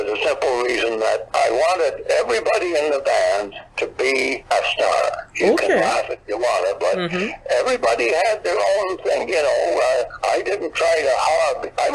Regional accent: Brockville, Ontario, Canada; born there; I was born in Brockville, Ontario, just 50 miles east of where you folks are.

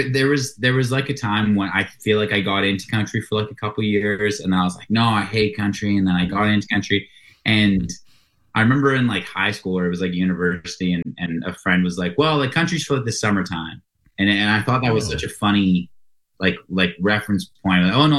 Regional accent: Coaldale, Alberta, Canada; He was from Coaldale, like my hometown that I grew up in.

